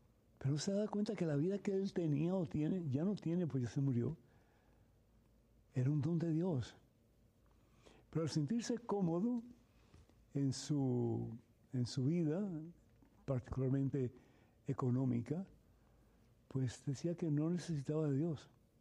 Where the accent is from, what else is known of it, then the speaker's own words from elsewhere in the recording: Cuba; moved away; Mis padres, mi familia, yo somos de Cuba y salimos sin un centavo de Cuba. Ellos salieron 5 años después que nosotros, mi hermano y yo.